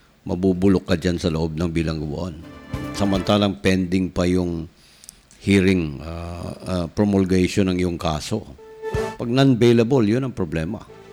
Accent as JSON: {"language": "Tagalog", "town": "Davao", "region": "Davao Region", "country": "Philippines", "said": "Pero sa amin sa Davao, ang tawag namin kabataang mugbo."}